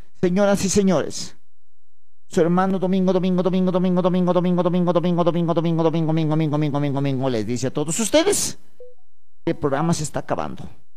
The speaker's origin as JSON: {"language": "Spanish", "area": "Huancabamba Province", "region": "Piura", "country": "Peru", "tie": "born or raised there", "moved": "yes", "lives_now": "Huamachuco, Peru", "said": "yo no soy de aquí, siervos, no tengo voz ni cara de ser de aquí. ¿Ya? Sí, siervos. Yo soy de la provincia de Huancabamba. Mi tierra se llama Cachacoto, siervos, ¿ya? Cerca de Toluces, Sondorillo."}